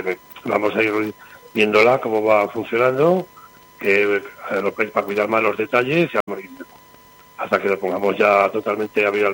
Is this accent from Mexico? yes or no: no; Calatayud, Aragon, Spain; Que te somos de Calatayud.